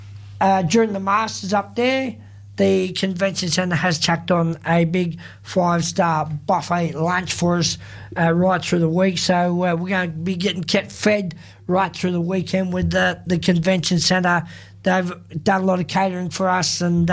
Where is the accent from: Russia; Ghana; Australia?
Australia; Alice Springs, Northern Territory; we are Australian, we call Australia home, and that's Alice Springs is home here in Australia.